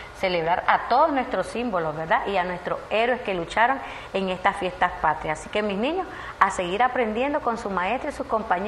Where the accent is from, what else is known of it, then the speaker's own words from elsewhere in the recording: Nicaragua; estos símbolos patrios son los que nos caracterizan como nicaragüenses. Además de eso, nosotros somos pinoleros.